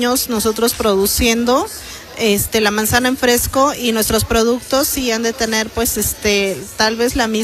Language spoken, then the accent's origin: Spanish; Atzingo, Morelos, Mexico; Mi comunidad es Atzingo, y pues bueno, de ahí venimos varios productores a hacer nuestra exposición